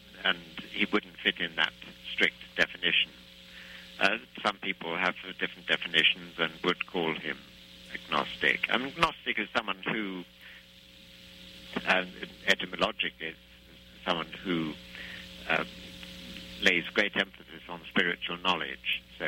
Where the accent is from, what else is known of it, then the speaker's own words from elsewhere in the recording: England, United Kingdom; Being an Englishman